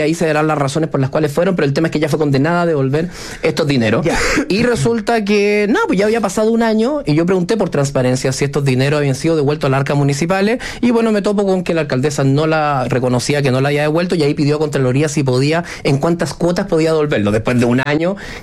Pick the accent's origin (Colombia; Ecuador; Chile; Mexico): Chile; tal como los chilenos pues tenemos que poner la mano en el bolsillo en muchos lados